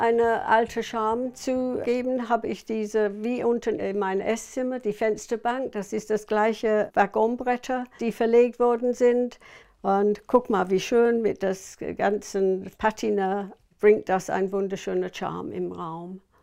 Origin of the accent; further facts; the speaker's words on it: England, United Kingdom; German is a second language; um diese englische Ambiente im Stil meiner Heimat hinzubekommen.